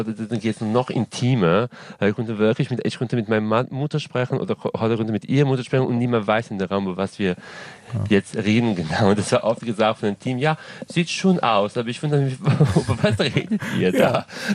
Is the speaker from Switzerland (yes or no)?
no; Serbia; German is a second language; now in Berlin, Germany; ich komme ursprünglich aus Serbien, das heißt Serbo-Kroatisch